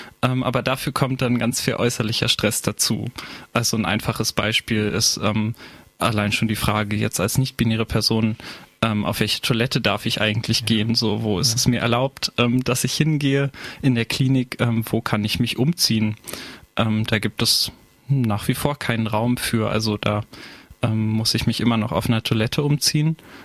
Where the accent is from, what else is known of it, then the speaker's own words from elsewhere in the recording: Berlin, Germany; moved away as an adult; Ich bin in Kreuzberg aufgewachsen, habe auch eine Zeit lang in Spandau gewohnt